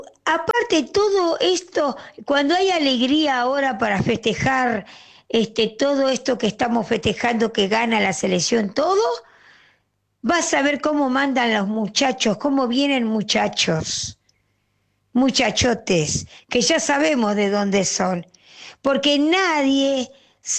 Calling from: Buenos Aires, Argentina

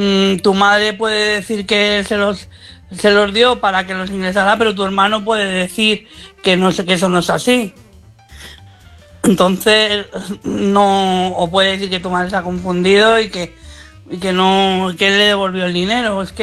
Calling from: Madrid, Community of Madrid, Spain; de Madrid.

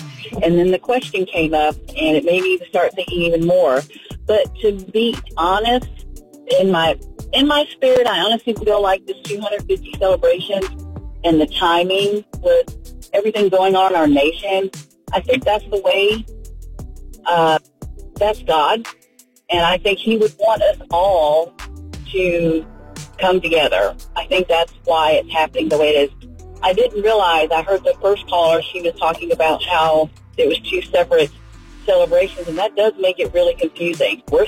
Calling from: Green Cove Springs, Florida, United States; I'm calling from Green Cove Springs, Florida.

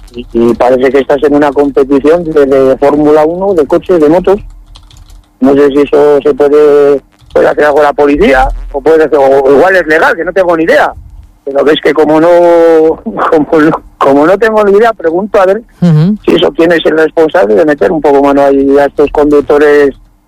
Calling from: Spain; yo vivo en Fuentecillas alrededores, vivo en la calle Zamora

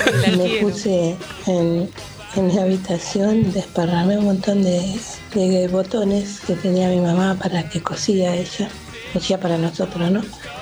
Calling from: Parque Patricios, Buenos Aires, Argentina; de Parque Patricios.

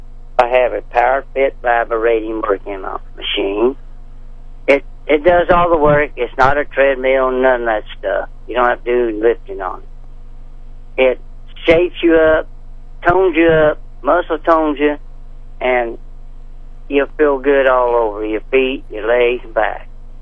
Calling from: Franklin, Missouri, United States; Franklin, Missouri.

